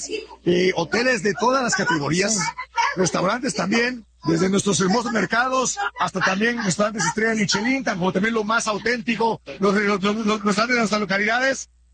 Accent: Oaxaca, Mexico; Uy, yo nací aquí en Oaxaca, crecí en Oaxaca, amo Oaxaca

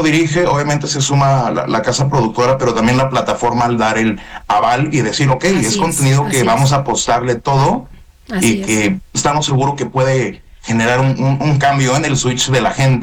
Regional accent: Mexico City, Mexico; moved away as an adult; now in Mazatlán, Mexico; Yo nací en la Ciudad de México, viví 28 años aquí, tengo ya 15 años en Mazatlán

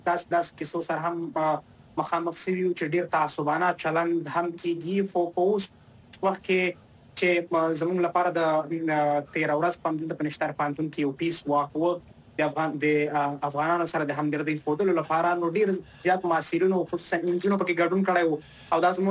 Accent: Afghanistan; مونږ چورت ویل چې مونږ د افغانستاني

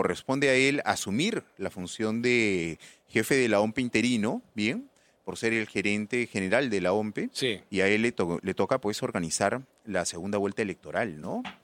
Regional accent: Arequipa, Peru; Bueno, lamentablemente no vamos a estar juntos porque ella vive en Arequipa, yo soy de Arequipa.

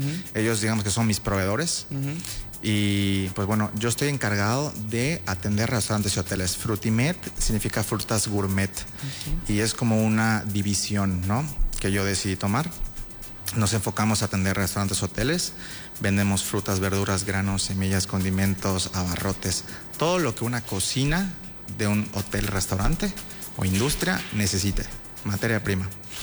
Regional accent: Mexico; moved away; soy de Xuscap

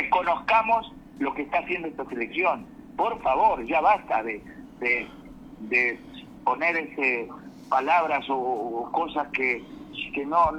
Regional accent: Argentina; como argentino digo que gane Argentina

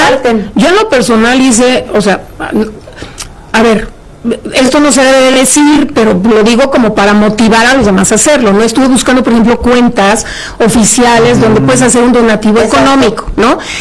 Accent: Mexico; a mí como mexicana me llena de orgullo

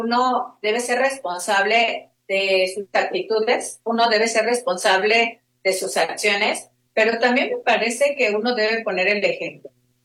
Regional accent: Guerrero, Mexico; moved away as an adult; now in Mexico City, Mexico; somos muy apasionados los de Guerrero, pero más allá de ese tema, pues soy de Guerrero

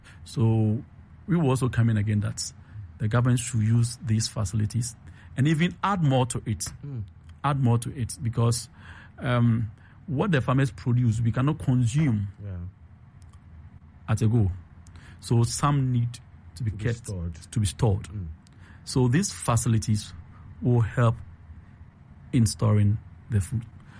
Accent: Abomosu, Eastern Region, Ghana; I come from the eastern region.

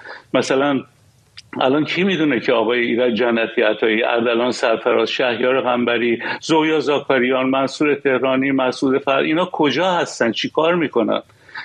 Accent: Iran; moved away

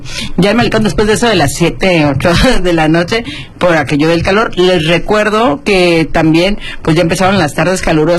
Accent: Baja California Sur, Mexico; estuve exponiendo junto con otros 20 artistas sudcalifornianos

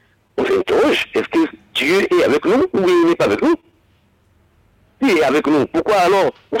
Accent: Gabon; now in Libreville, Gabon; moi, j'ai grandi où l'or, on exploitait à Mikébé. Et moi, aujourd'hui, je suis à Libreville.

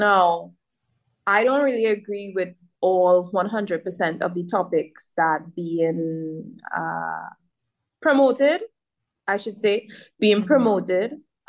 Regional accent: Trinidad & Tobago; growing up in the Caribbean and growing up in Trinidad and Tobago

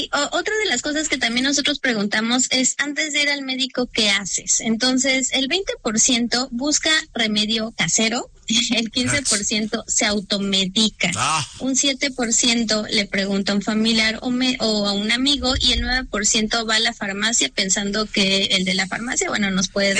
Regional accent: Mexico

